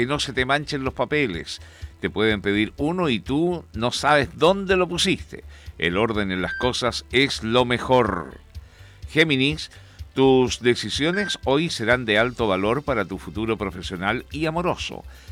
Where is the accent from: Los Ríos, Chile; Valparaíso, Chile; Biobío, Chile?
Valparaíso, Chile; Viña del Mar; nos vamos a sentir orgullosos como chilenos, pero principalmente como viñamarino.